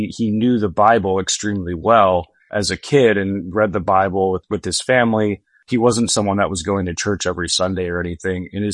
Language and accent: English; Iowa, United States; moved away; I grew up in Iowa and most of my family's still back there. And, you know, I identify very strongly with the region too.